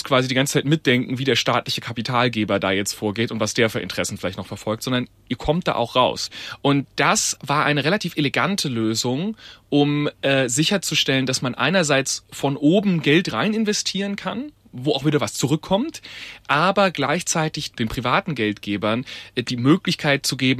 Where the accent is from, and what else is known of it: Heilbronn, Baden-Württemberg, Germany; born or raised there